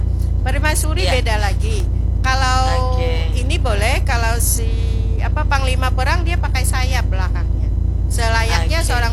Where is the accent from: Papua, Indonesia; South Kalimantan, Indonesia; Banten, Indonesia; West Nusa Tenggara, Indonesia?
South Kalimantan, Indonesia; Kita dari Hulu Sungai.